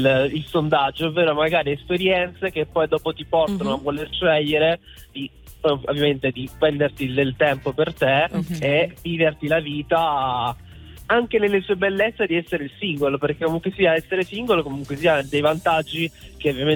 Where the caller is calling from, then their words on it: Milan, Lombardy, Italy; Io sono di Milano.